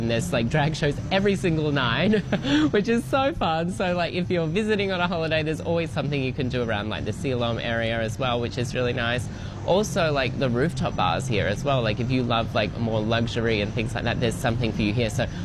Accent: Perth, Western Australia, Australia; moved away as an adult; also born or lived in Melbourne; now in Bangkok, Thailand; because I live in Bangkok now, right? But when I lived in Australia, not when I lived in Melbourne, but my hometown Perth, like I was 5 minutes from the beach

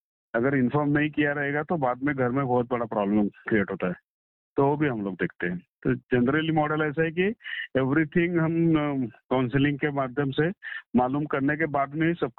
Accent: Pune, Maharashtra, India

